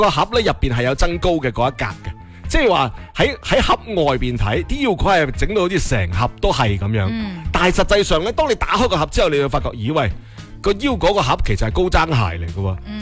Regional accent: Guangdong, China; 有一啲我哋广东人好中意食嘅八宝粥

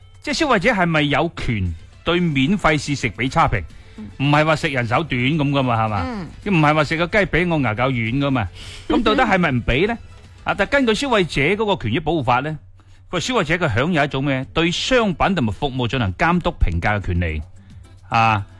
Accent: Guangdong, China; 我哋广东人有啲觉得好辣。

